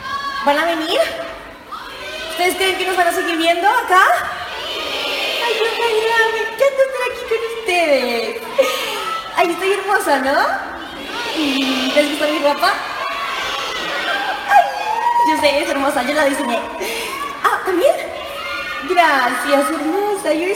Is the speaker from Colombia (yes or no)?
yes; Colombia; vengo de Colombia.